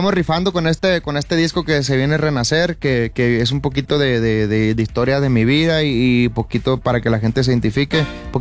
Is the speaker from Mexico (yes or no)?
yes; Mexico; Ya como somos pues, los mexicanos, hay que...